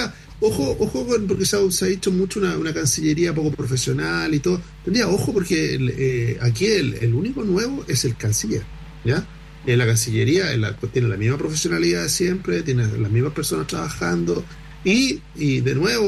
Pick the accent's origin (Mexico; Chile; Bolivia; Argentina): Chile